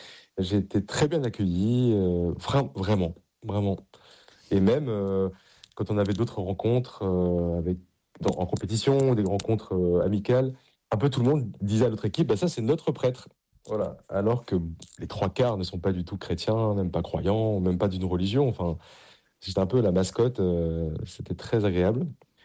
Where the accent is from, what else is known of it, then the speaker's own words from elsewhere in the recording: Paris, Île-de-France, France; Et même si j'ai grandi à Paris, mais j'ai beaucoup de cousins dans le sud-ouest